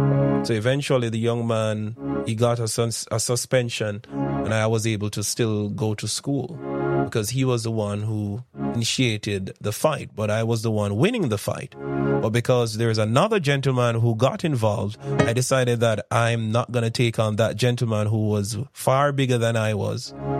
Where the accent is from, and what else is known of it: Jamaica